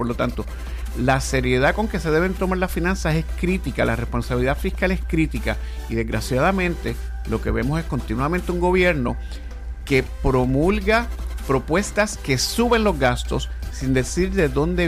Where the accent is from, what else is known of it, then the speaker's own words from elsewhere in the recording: Puerto Rico; Como puertorriqueño, ese digo, no me gusta que me impongan las cosas.